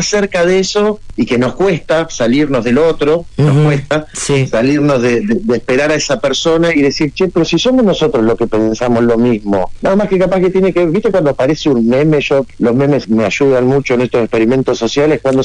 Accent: Berazategui, Buenos Aires Province, Argentina; soy un negrito de Berazategui

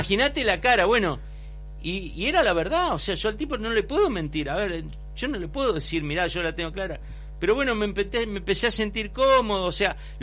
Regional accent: Spain; A ver, yo nací acá, pero yo soy español.

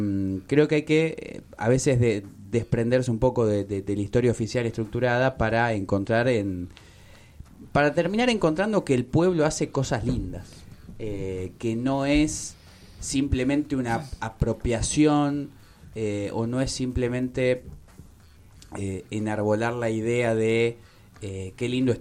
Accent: Argentina

